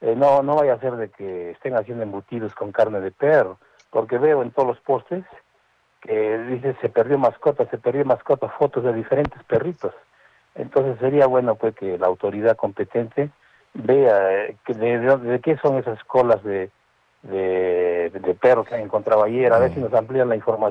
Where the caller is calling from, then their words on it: Lima, Peru; yo vivo en Lima y acabo de llegar de Lima.